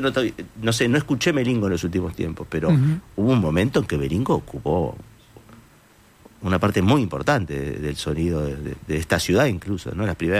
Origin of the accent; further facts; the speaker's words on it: Montevideo, Uruguay; born there; also born or lived in Cerro (Sellao?), Montevideo; Yo sabía que vivía en Aires Puros también, ¿eh? Nací en Aires Puros.